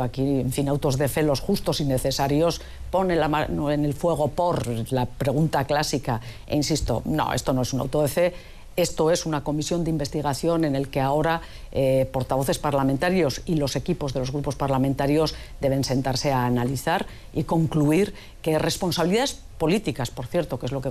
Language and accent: Spanish; Navarre, Spain; Hay navarros que nos sentimos identificados clarísimamente en el mapa que reconoce la realidad que es Euskal Herria